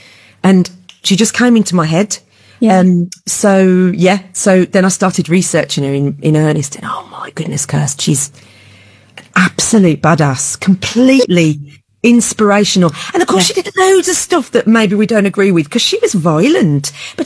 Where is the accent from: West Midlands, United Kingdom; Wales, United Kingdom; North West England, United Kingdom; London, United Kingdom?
West Midlands, United Kingdom; Birmingham; Probably I'm from an Irish family. I'm Birmingham Irish, right? So yeah, half of my family are Irish.